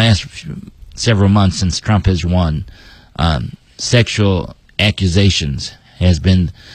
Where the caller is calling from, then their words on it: Chicago, Illinois, United States; I'm from Chicago, from Illinois.